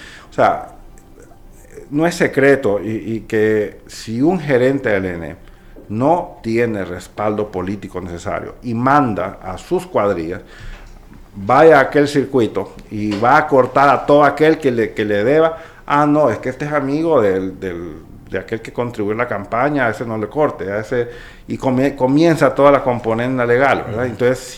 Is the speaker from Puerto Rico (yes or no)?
no; Honduras; como hondureño, y lo digo realmente como hondureño responsable